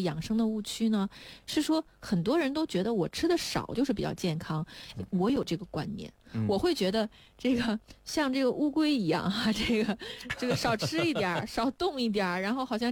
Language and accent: Chinese; China